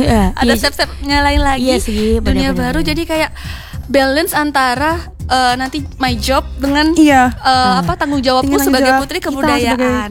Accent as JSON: {"language": "Indonesian", "region": "Bangka Belitung Islands", "country": "Indonesia", "tie": "born or raised there", "said": "drama Hikayat Desa Senyubuk. Jadi asal-usul desa saya."}